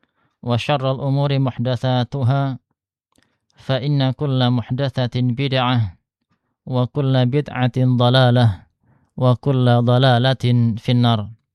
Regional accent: Sragen, Central Java, Indonesia; also born or lived in Jember; now in Perawang, Indonesia; Kalau ana aslinya dari Sragen.

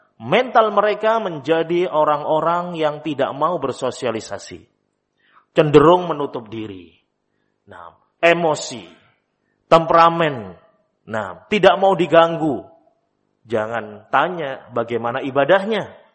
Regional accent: Java, Indonesia; kalau dalam istilah kita orang Jawa, ojo kalah karo arek, ya.

